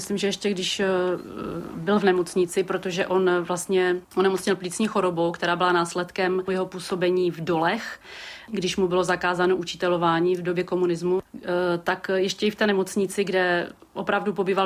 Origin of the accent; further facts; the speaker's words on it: Lhotka, Moravian-Silesian Region, Czechia; Oba dva jsme se narodili ve Lhotce, trávili jsme tam spoustu let. Oba dva teď už bydlíme tady v sousední vesnici